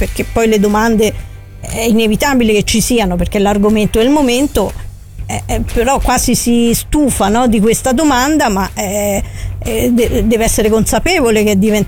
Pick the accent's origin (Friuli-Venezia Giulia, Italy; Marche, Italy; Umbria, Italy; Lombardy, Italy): Umbria, Italy; moved away; io sono anche umbra, quindi a me la luce di Antonio arrivava anche quando ero in Umbria